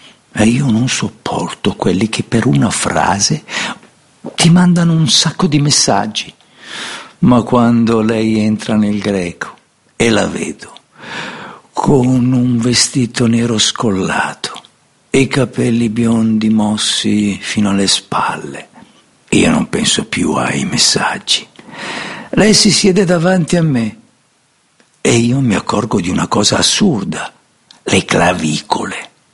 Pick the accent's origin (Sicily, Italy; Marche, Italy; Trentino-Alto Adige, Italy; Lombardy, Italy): Sicily, Italy; nonostante sono siciliano con metà sangue greco da parte di padre e normanno da parte di madre